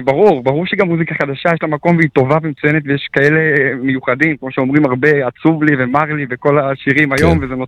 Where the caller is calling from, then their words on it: Jerusalem, Jerusalem District, Israel; אני מירושלים.